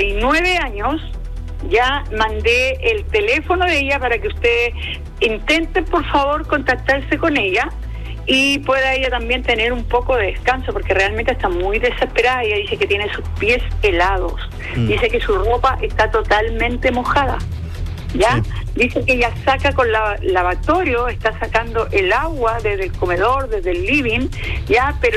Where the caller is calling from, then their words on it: Maipú, Santiago Metropolitan Region, Chile; le estoy llamando desde Santiago, yo vivo acá, ¿ya?, en Maipú, la región metropolitana.